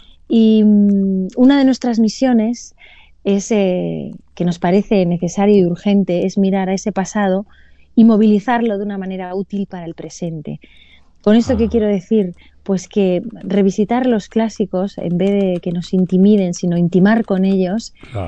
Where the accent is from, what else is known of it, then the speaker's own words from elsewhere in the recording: Galicia, Spain; now in Madrid, Spain; No, yo soy gallega. Ajá. Gallega de verdad, de Galicia.